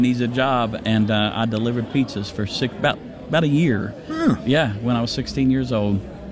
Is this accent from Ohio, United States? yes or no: yes; Ohio, United States; moved away; also born or lived in West Virginia; I'm from Ohio originally, but when I turned 16, my dad had done some appliance repair for their restaurant